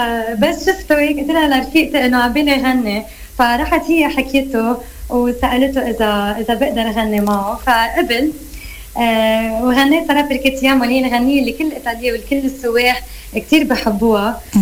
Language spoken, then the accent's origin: Arabic; Lebanon; لأنه هو بالمقدمة عرف عني أنه أنا من لبنان، فالكل صار عارف